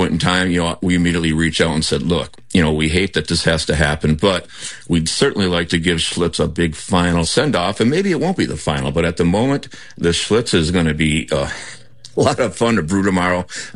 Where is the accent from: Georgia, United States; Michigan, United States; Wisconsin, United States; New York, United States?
Wisconsin, United States; I'm from Wisconsin, and I used to drink the dregs of the bottles that were in the empty case.